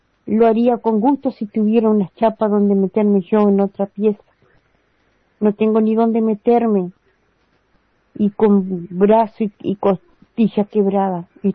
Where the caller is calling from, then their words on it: Uruguay; Estoy dentro de un país que es mi país